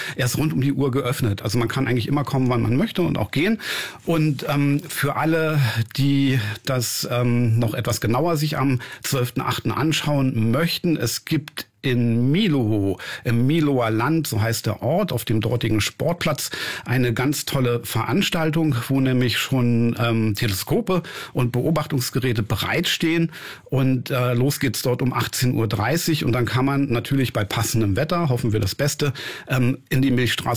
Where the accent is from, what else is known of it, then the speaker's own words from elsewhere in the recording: Berlin, Germany; now in Potsdam, Germany; Ja, ich bin unheimlich dankbar, dass ich so tolle Jahre in Berlin hatte. Hier bin ich geboren, hier bin ich aufgewachsen und nach Potsdam wollte ich schon früh und jetzt habe ich beides.